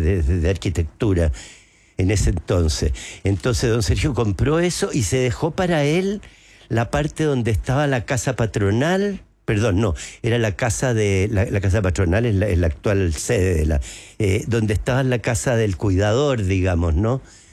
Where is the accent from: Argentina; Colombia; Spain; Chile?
Chile; Todos somos indígenas los chilenos, somos todos, tenemos sangre indígena.